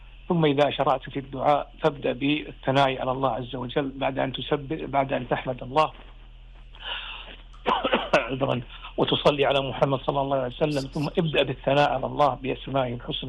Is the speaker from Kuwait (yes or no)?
yes; Kuwait; بلدنا الكويت